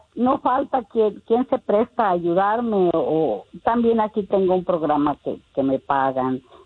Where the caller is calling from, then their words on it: Colima, Mexico; Del estado de Colima.